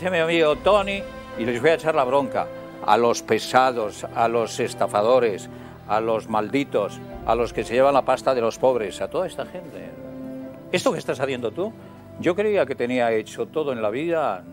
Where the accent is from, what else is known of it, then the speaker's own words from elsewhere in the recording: Ponferrada, Castile and León, Spain; moved away; el equipo de fútbol de mi pueblo, de la Ponferradina